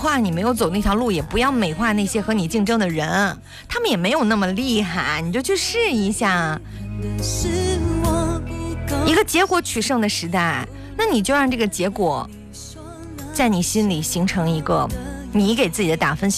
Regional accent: Dongying, Shandong, China; 我说你这什么意思呀，你去我的家乡

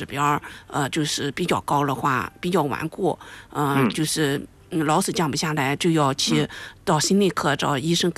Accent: China; 因为现在我们中国人一半以上的人都超重，包括我也属于超重。

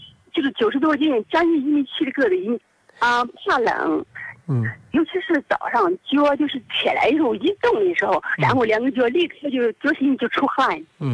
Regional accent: Anhui, China; now in Hainan, China; 我老家是安徽的，我长期在海南住。

